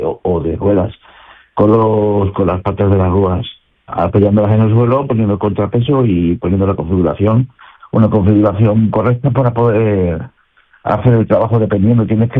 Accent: Salamanca, Castile and León, Spain; now in La Línea de la Concepción, Spain; Yo soy de Salamanca.

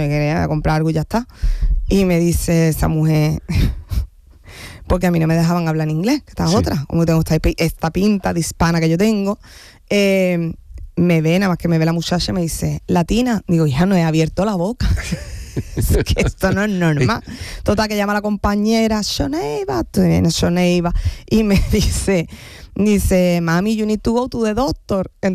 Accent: Andalusia, Spain; Yo soy andaluza, pero tengo una parte un poquito estadounidense aquí en la cabeza.

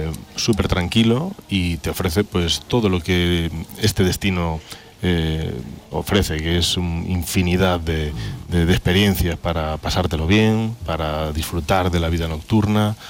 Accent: Galicia, Spain; now in Marbella, Spain; Yo soy gallego.

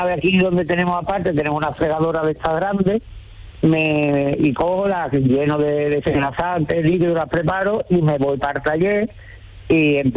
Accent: Montequinto, Andalusia, Spain; now in El Ronquillo, Spain; Yo soy de toda la vida de Dios, de Montequinto.

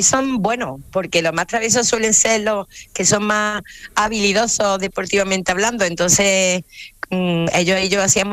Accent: Córdoba, Andalusia, Spain; Mi apellido es del País Vasco, mi familia no lo es, todos somos andaluces y cordobeses

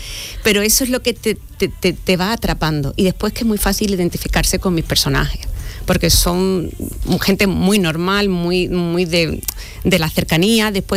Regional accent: Las Cabezas de San Juan, Andalusia, Spain; No le he puesto nombre porque puede ser perfectamente mi pueblo, que es Las Cabezas de San Juan, que me inspira mucho

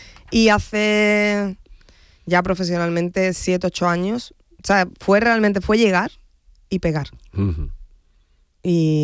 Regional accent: Andalusia, Spain; o sea, yo soy andaluza, soy mujer, soy cómica

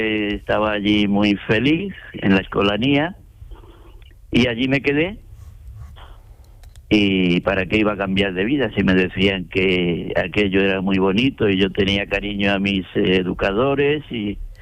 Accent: Águilas, Region of Murcia, Spain; moved away; also born or lived in Linares; Allí en Águilas, en mi pueblo.

